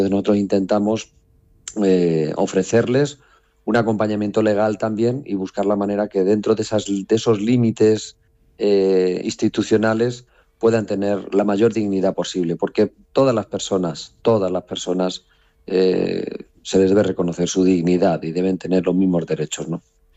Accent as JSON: {"language": "Spanish", "town": "Herencia", "region": "Castilla-La Mancha", "country": "Spain", "moved": "as an adult", "lives_now": "Las Caobas, Dominican Republic", "said": "somos precisamente dos manchegos que estamos allá, el padre José de Villarrubia de los Ojos y yo de Herencia, y desde el 2009 estamos en esa parroquia"}